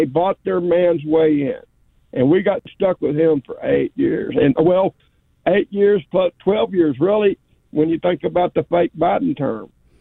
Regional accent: Texas, United States; all my life, I grew up in Texas.

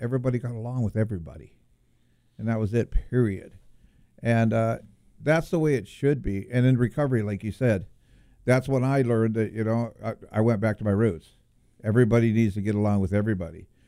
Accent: Compton, California, United States; I grew up in Compton, where it was back in the 60s and 70s.

